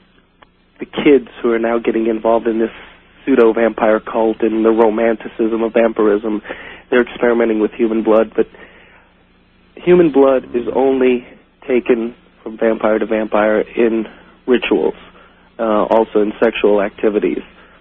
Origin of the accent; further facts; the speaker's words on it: New Orleans, Louisiana, United States; now in Florida, United States; Precisely that I'm from New Orleans, Louisiana. I'm calling from Florida right now.